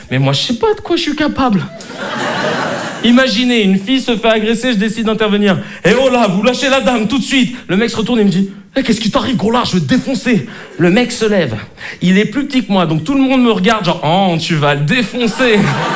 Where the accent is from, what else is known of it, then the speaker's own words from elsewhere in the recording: Paris, Île-de-France, France; now in Arcueil, France; Moi, je suis né en France, j'ai grandi à Paris et maintenant j'habite à Arcueil.